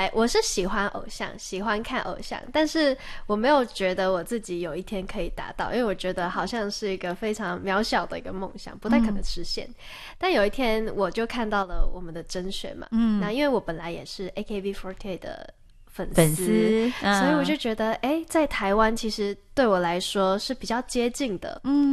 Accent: Hong Kong; moved away as an adult; now in Taiwan; 没错，我是从香港来的。

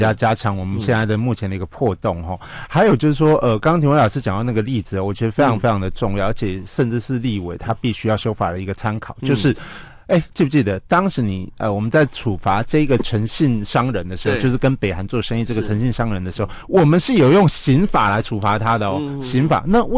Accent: Taiwan; 我们台湾人

